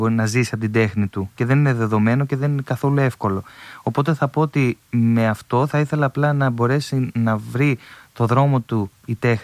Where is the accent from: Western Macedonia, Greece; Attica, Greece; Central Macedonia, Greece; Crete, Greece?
Central Macedonia, Greece; Thessaloniki; οι τραγουδιστές που είμαστε και από τη Θεσσαλονίκη